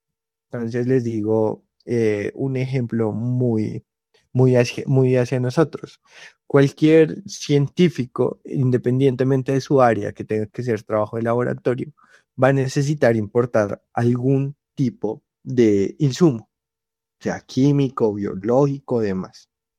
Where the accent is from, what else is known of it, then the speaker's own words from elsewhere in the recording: Colombia; Nadie va a resolver los problemas de los colombianos si no somos los colombianos.